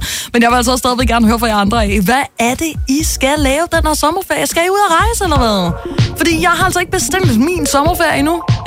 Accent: Jutland, Denmark; now in Copenhagen, Denmark; jeg bor her, jeg har intet med det at gøre, jeg er jyde.

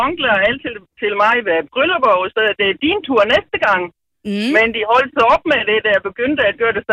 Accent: Rønde, Central Denmark Region, Denmark; Jeg er fra Rønde, ja.

